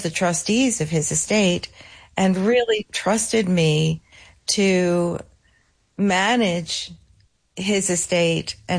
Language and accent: English; New Jersey, United States; born there; moved away; also born or lived in Rochester; I grew up in New Jersey, so not very far from the city.